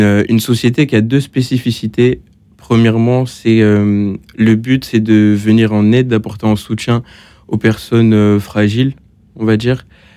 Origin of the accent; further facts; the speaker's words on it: Montpellier, Occitanie, France; parce que j'étais dans une nouvelle ville, parce que de base, je viens de Montpellier. Là, j'étais arrivé en Île-de-France et je ne connaissais pas beaucoup de monde.